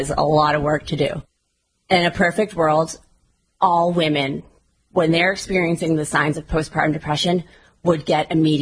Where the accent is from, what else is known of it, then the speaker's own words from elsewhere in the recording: Duxbury, Massachusetts, United States; So I grew up in Duxbury, Mass.